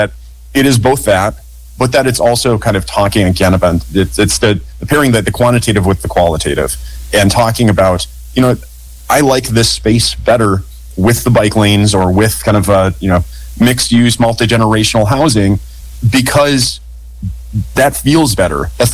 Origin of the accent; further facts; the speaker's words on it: Minneapolis, Minnesota, United States; also born or lived in Texas; now in Rochester, United States; So I'm from the Twin Cities originally. I spent some time down in Texas and I moved back to Minnesota in 21.